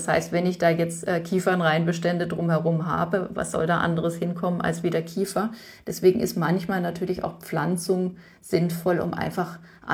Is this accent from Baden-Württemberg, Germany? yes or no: yes; Freiburg, Baden-Württemberg, Germany; jetzt ich komme aus Freiburg, auch in der Oberrheinebene